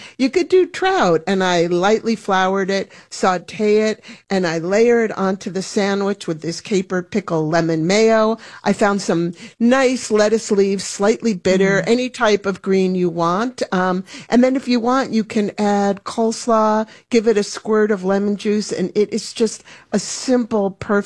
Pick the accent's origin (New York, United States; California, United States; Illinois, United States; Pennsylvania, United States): New York, United States; born or raised there